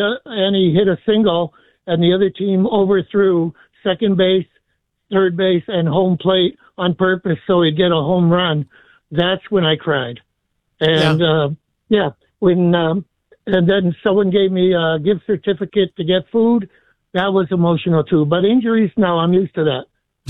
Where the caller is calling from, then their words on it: Massachusetts, United States; I'm from Massachusetts.